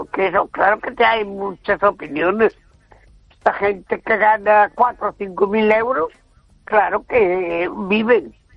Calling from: A Coruña, Galicia, Spain; de Coruña.

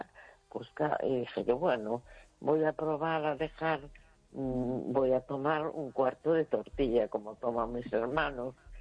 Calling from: A Coruña, Galicia, Spain; de La Coruña.

